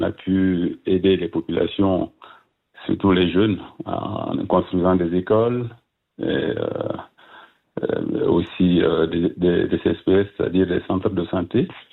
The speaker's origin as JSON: {"language": "French", "country": "Burkina Faso", "tie": "born or raised there", "moved": "as an adult", "lives_now": "Switzerland", "said": "je suis d'origine du Burkina Faso, donc mais ça fait depuis 1993 que je suis en Suisse."}